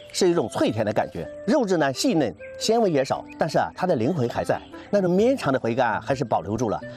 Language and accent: Chinese; Fuzhou, Fujian, China